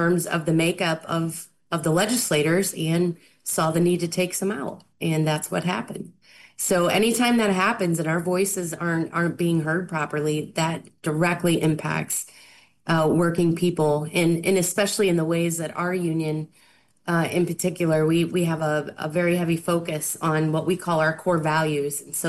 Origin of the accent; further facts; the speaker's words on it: Ohio, United States; Ohio, the where I grew up in Northwest Ohio